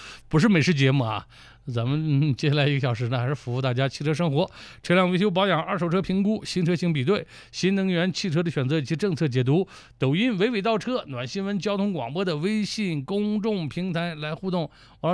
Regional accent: Northeast China, China; 其实我们东北人

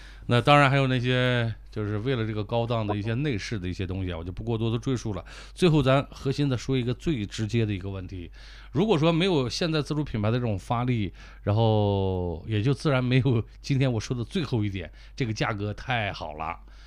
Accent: Ordos, Inner Mongolia, China; accent: Ordos dialect; 咱鄂尔多斯方言

